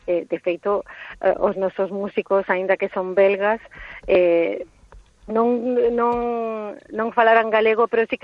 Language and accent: Galician; Brussels, Belgium; cando decimos, somos de Bruselas e nacimos en Bruselas